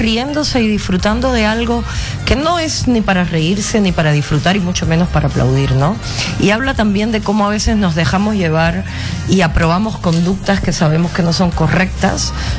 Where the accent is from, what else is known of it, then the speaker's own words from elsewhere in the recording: Cuba; now in Peru; Soy cubana.